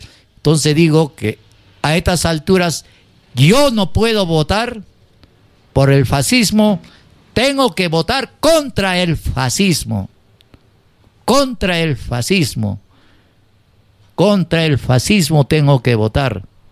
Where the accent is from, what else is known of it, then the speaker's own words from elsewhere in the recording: Peru; somos serranos, somos cholos indios, somos peruanos.